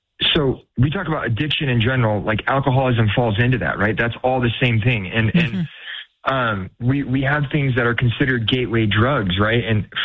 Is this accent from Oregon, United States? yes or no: yes; Oregon, United States; now in Portland, United States; I'm not originally from Portland. I'm from Southern Oregon, a really small town in Southern Oregon.